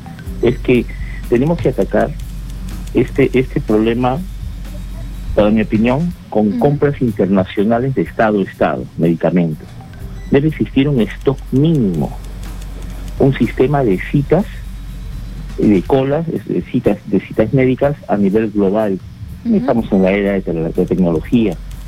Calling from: Callao, Peru; Vengo del Callao.

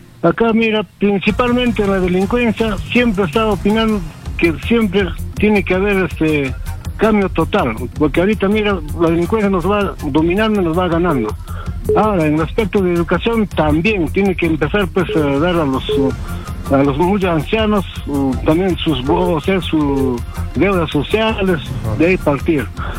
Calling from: Lima, Peru; de Cercado de Lima.

